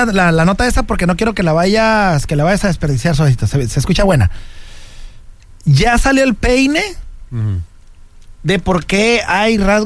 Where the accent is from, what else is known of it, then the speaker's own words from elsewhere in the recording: Sinaloa, Mexico; por la raza de mi familia de Sonora, pues. O sea, yo soy sinaloense, pero por mi familia de Sonora, Sinaloa, está mezclado